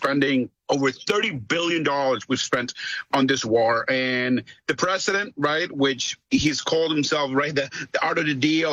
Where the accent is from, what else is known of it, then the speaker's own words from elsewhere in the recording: United States; Look, I'm a Democrat, but I'm an American first.